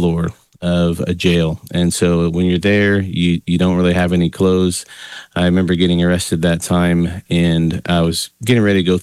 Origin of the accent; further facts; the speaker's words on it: Illinois, United States; No, you know, I grew up in the Chicago suburbs to, you know, my mom and dad were really young when they had me.